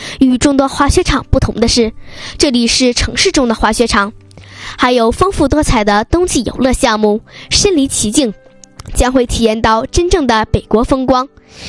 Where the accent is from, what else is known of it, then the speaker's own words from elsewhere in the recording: Changchun, Jilin, China; 我是长春人，我为家乡代言。我的家在长春